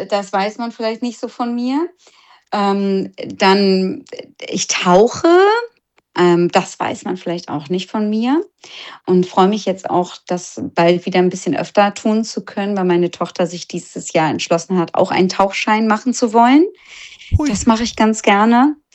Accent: Rhineland, Germany; born there; now in Buxtehude area, Lower Saxony, Germany; gebürtig komme ich ja aus dem Rheinland. Aber Niedersachsen ist sozusagen aktuell zumindest meine Wahlheimat.

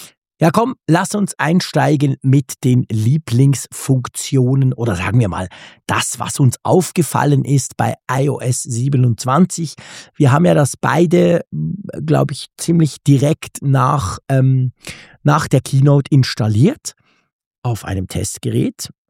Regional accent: Switzerland; ich bin ja hier als Schweizer quasi mit meinem Schweizer Apple-Account

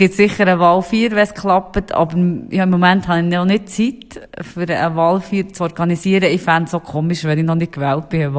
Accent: Thun, Bern, Switzerland; Ja, ich finde Thun wunderschön, also es ist meine Heimat. Ich möchte nicht anders wohnen

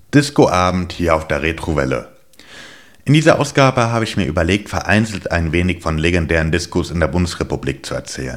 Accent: Bornheim, North Rhine-Westphalia, Germany; komme ich gebürtig aus dem Herzen zwischen Köln und Bonn, Bornheim. Und ein Dorf in dieser Stadt namens Rohlsdorf, wo ich immerhin 3 Jahre meines Lebens verbringen durfte

